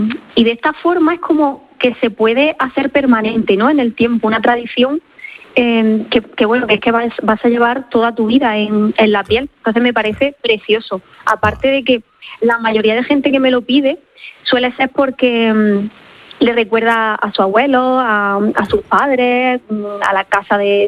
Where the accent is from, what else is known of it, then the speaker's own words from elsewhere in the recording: Almería, Andalusia, Spain; porque bueno, soy de Almería, aunque llevo muchísimos años aquí, y el mar siempre me ha llamado mucho.